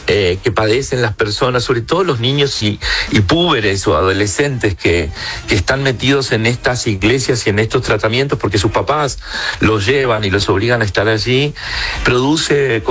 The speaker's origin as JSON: {"language": "Spanish", "region": "Buenos Aires", "country": "Argentina", "said": "cómo es ser un gay, en este caso soy un gay porteño argentino, en una sociedad muy tolerante"}